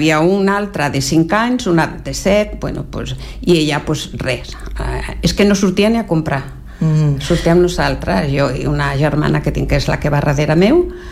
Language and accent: Catalan; Puente Genil, Andalusia, Spain; born there; moved away; Hi ha dos barris, un que és d'on jo vaig néixer, que abans pertanyia a Sevilla, que es diu Miragenil. I jo vaig néixer a Miragenil.